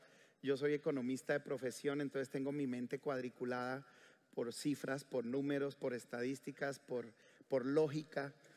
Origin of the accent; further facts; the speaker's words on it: Colombia; moved away as an adult; Precisamente cuando salimos de Colombia hace ya casi 3 años, como que sentimos todo eso que sintió Abraham, de salir de nuestra zona de comodidad